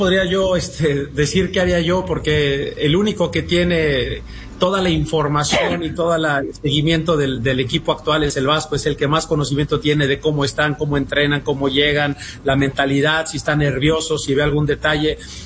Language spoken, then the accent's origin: Spanish; Mexico; es también somos mexicanos y apoyamos a todos los que juegan en la selección de México